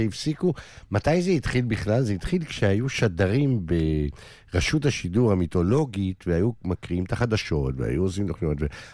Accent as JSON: {"language": "Hebrew", "town": "Jerusalem", "region": "Jerusalem District", "country": "Israel", "tie": "born or raised there", "said": "ירושלמי ואפילו מאותה שכונת ילדות."}